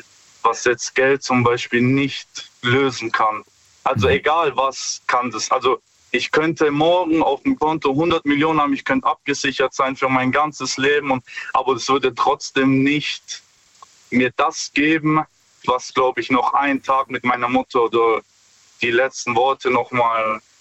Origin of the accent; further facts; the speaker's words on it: Stuttgart, Baden-Württemberg, Germany; Ja, hi. Stuttgart.